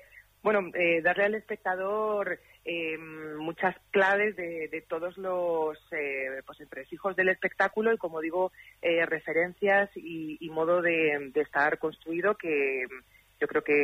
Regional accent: Alcorcón, Community of Madrid, Spain; moved away; Estoy muy emocionada y feliz de poder ir ahí a Alcorcón, a mi tierra, donde vive toda mi familia y tengo mis recuerdos de infancia más bonitos.

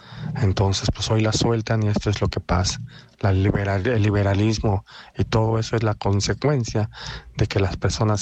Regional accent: León, Guanajuato, Mexico; now in Aguascalientes, Mexico; Mira, yo vengo de León. Llegué hace más de 30 años aquí a Aguascalientes.

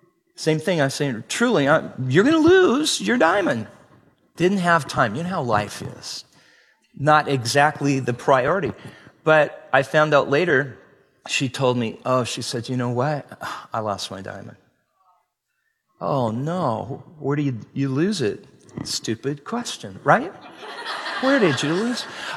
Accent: Medford, Oregon, United States; now in Prescott, United States; Okay, I grew up in Southern Oregon, in Medford, Oregon.

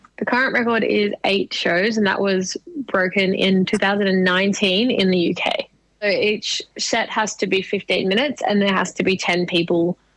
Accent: Sydney, New South Wales, Australia; We are both from Sydney. I'm based in Hunters Hill

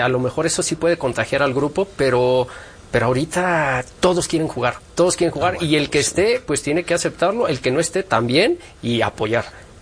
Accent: Catalonia, Spain; Sí, sí. Somos catalanes.

